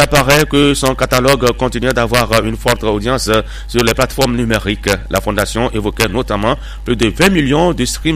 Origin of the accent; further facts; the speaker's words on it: Côte d’Ivoire; moved away; nous venons de la Côte d'Ivoire.